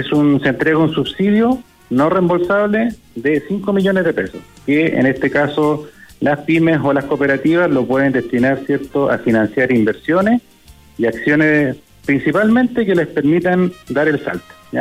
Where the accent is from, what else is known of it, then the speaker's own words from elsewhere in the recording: Valdivia, Los Ríos, Chile; yo soy de regiones, yo soy de Valdivia